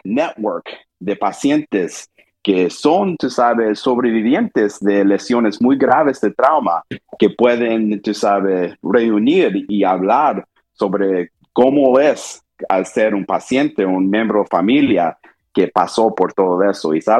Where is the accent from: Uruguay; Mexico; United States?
United States; Texas; moved away as an adult; also born or lived in Saudi Arabia / Nashville / New Haven / Florida; now in Allentown, United States; crecí en el estado de Texas, afuera de Houston. Pasé, tú sabes, tiempo ahí. Y después, cuando salí de Texas, fui a la universidad en Nashville